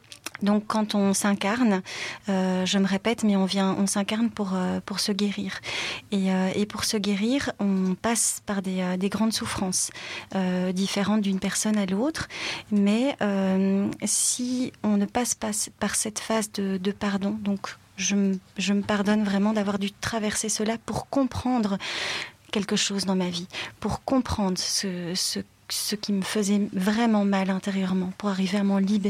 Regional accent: Belgium; born there; le plat pays, ben, c'est le mien. J'ai beaucoup voyagé et je voyagerai toujours. Mais voilà, c'est ma terre natale et elle est si belle.

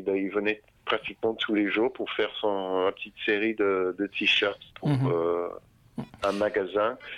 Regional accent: England, United Kingdom; now in Paris, France; Et moi, je suis anglais

